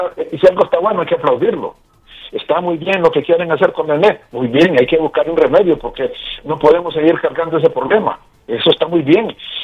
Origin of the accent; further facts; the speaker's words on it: Honduras; Como hondureño nos interesa que el gobierno le vaya bien.